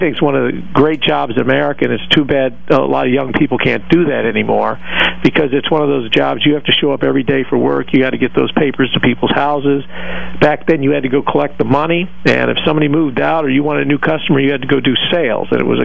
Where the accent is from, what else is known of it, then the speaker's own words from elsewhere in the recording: Detroit, Michigan, United States; also born or lived in Lake City, Florida / Washington, D.C. / Butte, Montana; Well, I was born in Lake City, Florida, but the year I was born, my dad joined the FBI, and I ended up growing up in Detroit and Washington, D.C., and then for my senior year at high school, I got to go to Butte, Montana.